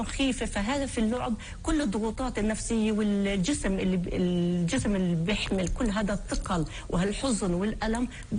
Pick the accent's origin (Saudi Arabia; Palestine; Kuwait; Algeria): Palestine; وإحنا كمجتمع فلسطيني منعاني بكثير من ضغوطات.